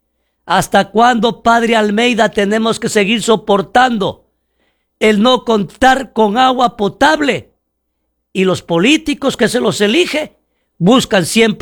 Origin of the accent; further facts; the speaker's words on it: Ecuador; now in Yantzaza, Ecuador; como los ecuatorianos somos de frágil memoria